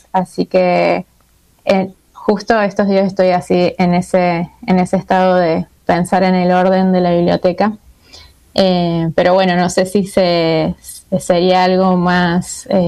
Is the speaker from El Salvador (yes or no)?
no; Córdoba, Argentina; born or raised there